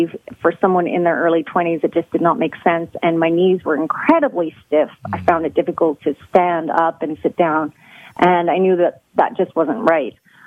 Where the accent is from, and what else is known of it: Newfoundland and Labrador, Canada; born or raised there